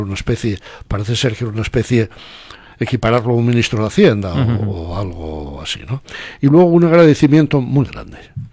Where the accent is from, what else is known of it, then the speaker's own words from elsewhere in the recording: Oviedo, Asturias, Spain; born there; also born or lived in León; Yo nací en Oviedo, mis padres son asturianos y tengo una relación espiritual muy profunda con León. Allí estudié, allí pasé mis veranos en un pueblín al lado, San Andrés del Rabanedo.